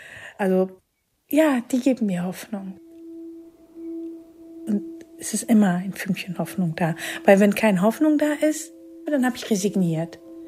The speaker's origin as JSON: {"language": "German", "country": "Afghanistan", "tie": "born or raised there", "lives_now": "Germany", "said": "Etwas, womit ich als Kind groß geworden bin in Afghanistan, das ist jetzt für uns eine Selbstverständlichkeit, ja."}